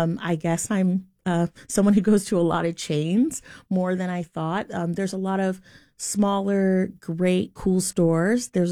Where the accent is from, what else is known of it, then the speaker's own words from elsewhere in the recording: Tampa, Florida, United States; I'm from Tampa. I'm a Tampa native.